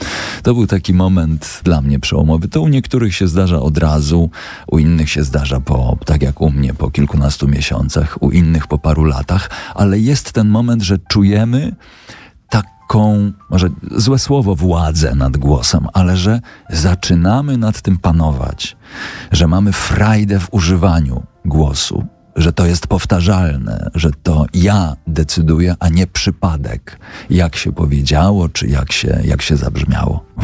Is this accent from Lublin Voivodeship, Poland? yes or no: no; Tyczyn, Subcarpathian Voivodeship, Poland; accent: Subcarpathian sing-song; bo ja jestem z Podkarpacia, jestem z pięknego miasteczka Tyczyn pod Rzeszowem i tam troszeczkę inaczej mówimy.